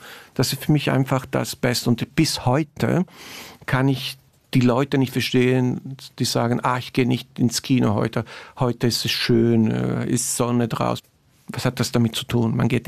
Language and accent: German; Italy; für mich als Italiener, der in Neapel ist